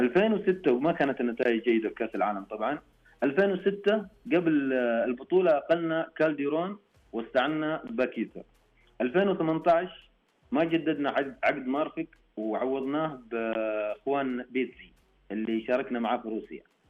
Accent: Saudi Arabia; انا كسعودي

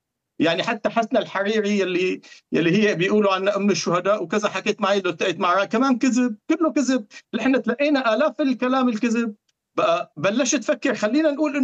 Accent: Syria; يعني أنا هيك عن افترض كسوري

